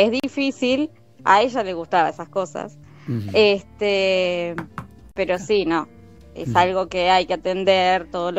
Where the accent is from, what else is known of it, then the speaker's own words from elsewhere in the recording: Trelew, Chubut, Argentina; Yo soy de Trelew, de Chubut.